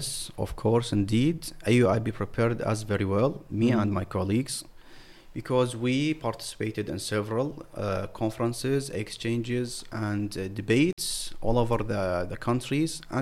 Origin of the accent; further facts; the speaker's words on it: Iraq; where are you from … ? And I said, Iraq.